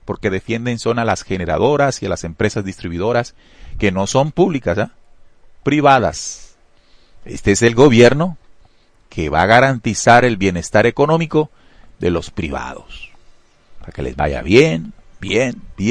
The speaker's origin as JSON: {"language": "Spanish", "region": "Caribbean coast", "country": "Colombia", "said": "de que los costeños no siguiéramos pagando tarifas tan caras"}